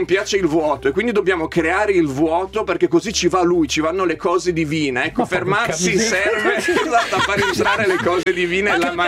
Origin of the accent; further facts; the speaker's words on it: Ferrara, Emilia-Romagna, Italy; io sono comunque del nord-est perché vengo da Ferrara